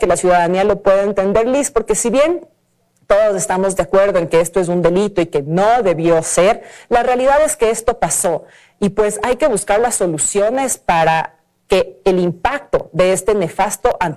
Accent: Ecuador; para nosotros como ecuatorianos

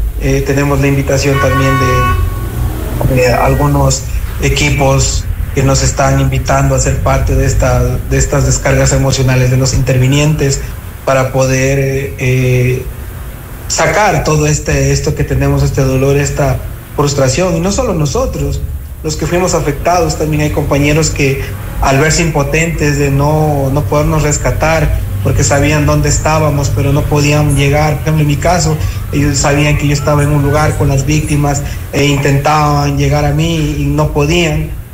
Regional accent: Ecuador; La resiliencia en el Ecuador, y mucho más en mi provincia, es muy poca.

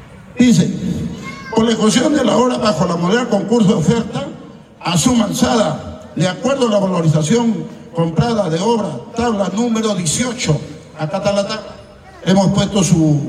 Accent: Tucumé, Lambayeque, Peru

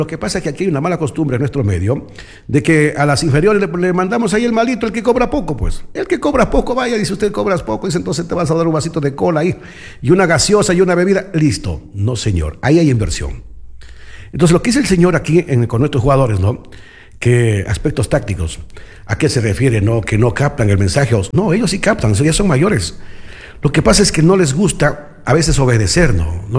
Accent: Ecuador

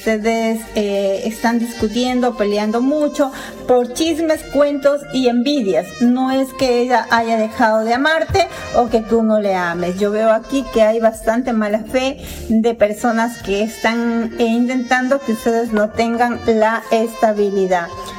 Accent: Ecuador; te vas a guiar por la banderita del Ecuador. Sí, porque somos ecuatorianos, porque somos de este país maravilloso.

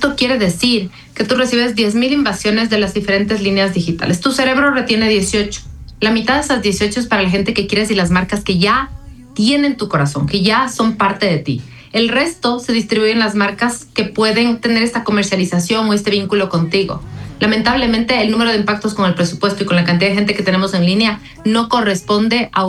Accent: Ecuador; como ecuatorianos seguimos ultra reconociendo

